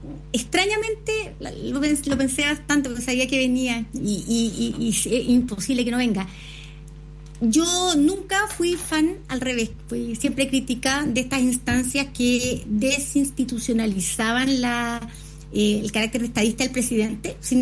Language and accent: Spanish; Chile; nosotros como ciudadanía chilena tenemos una forma de hacer política y de recibir lo político muy distinta de la Argentina